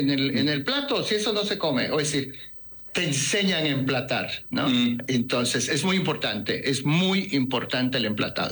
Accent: Motul, Yucatán, Mexico; Como yucateco que soy.

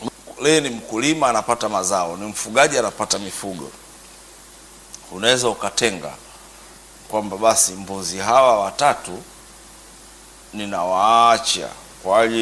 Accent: Handeni District, Tanga Region, Tanzania; mimi nimekulia sana mkoa wa Tanga, wilaya ya Handeni.

